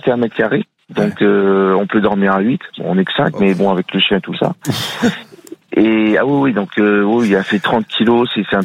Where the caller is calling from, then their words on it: Barbezieux, Nouvelle-Aquitaine, France; j'habite à Barbezieux, enfin à Barré, une petite commune à côté de Barbezieux, en dessous de Cognac, en Charente, sud Charente